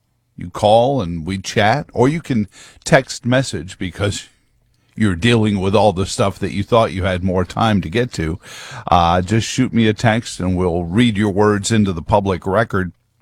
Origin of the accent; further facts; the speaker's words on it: New York, United States; I grew up in New York, and our Congress and Senate representatives have been special almost